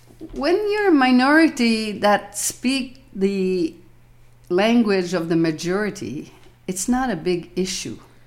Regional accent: Montreal, Quebec, Canada; English is a second language; moved away as an adult; now in Amherst Island, Canada; Growing up in Montreal, I learned a lot of English songs phonetically.

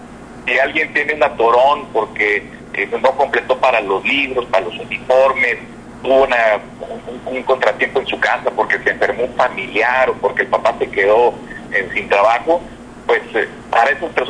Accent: Coahuila, Mexico; somos, coahuilenses y hermanos todos

